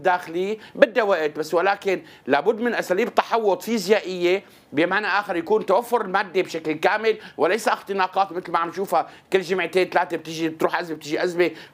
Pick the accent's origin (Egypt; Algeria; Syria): Syria; هلا هذا الشيء بيؤدي إنه أنا كمواطن سوري عم أشعر بقلق